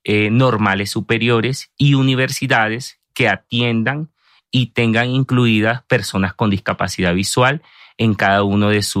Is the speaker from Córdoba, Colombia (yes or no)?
no; Barranquilla, Atlántico, Colombia; soy costeño, barranquillero, para que me conozcan un poco.